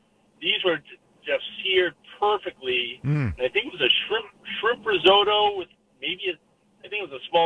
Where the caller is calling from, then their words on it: Stoughton, Massachusetts, United States; I live in Stoughton